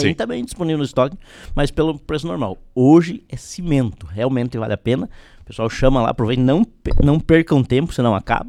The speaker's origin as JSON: {"language": "Portuguese", "region": "Rio Grande do Sul", "country": "Brazil", "moved": "yes", "lives_now": "Paraná, Brazil", "said": "eu sou gaúcho, mas eu sou paranaense também, né? Porque eu moro aqui, né?"}